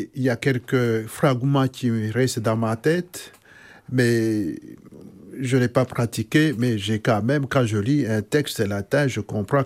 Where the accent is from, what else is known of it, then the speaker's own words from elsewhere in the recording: Rwanda; dans les années 80, chez nous au Rwanda, il y avait les écoles secondaires ordinaires